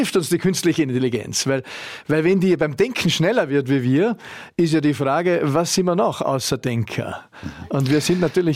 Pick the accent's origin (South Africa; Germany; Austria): Austria; Vorarlberg; bin über viele Dinge, die ich da auch quasi aufgenommen habe in meiner Kindheit und Jugend im Klostertal, dankbar.